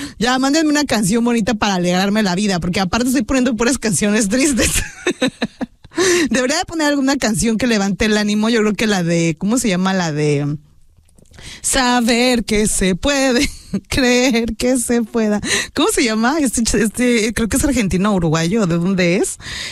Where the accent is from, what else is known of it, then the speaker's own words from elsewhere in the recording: State of Mexico, Mexico; Me están hablando desde México, del Estado de México, de donde soy yo.